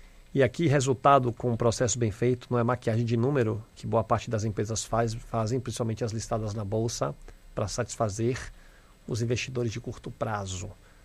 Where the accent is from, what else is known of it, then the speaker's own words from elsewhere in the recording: Northeast Region, Brazil; Eu danço em casa com minha filha forró, que eu sou nordestino.